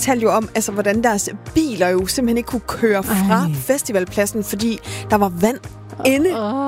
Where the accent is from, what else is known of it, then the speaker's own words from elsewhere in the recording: Esbjerg, Region of Southern Denmark, Denmark; Jeg er jo fra Esbjerg